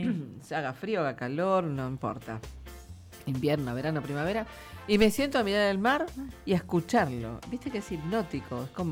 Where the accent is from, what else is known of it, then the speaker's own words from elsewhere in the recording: San Clemente del Tuyú, Buenos Aires Province, Argentina; moved away; Tengo la posibilidad de ir bastante seguido a una zona de playa, porque soy de allá, de San Clemente.